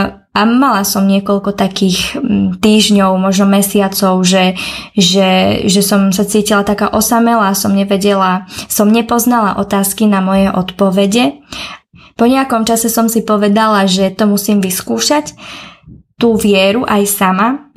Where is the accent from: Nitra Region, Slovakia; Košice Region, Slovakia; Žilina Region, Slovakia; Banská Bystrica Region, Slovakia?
Nitra Region, Slovakia; Nové Zámky; born there; now in Bratislava, Slovakia